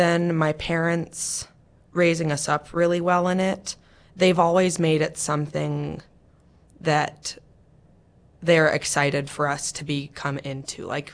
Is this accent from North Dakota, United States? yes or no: yes; Hillsboro, North Dakota, United States; born there; I'm from Hillsboro. I go to the same parish as her. I'm 18. I just graduated from the public high school in Hillsboro.